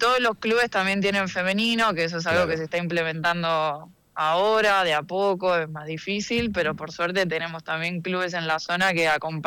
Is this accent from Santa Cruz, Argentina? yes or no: yes; Río Gallegos, Santa Cruz, Argentina; now in Buenos Aires, Argentina; yo soy de Río Gallegos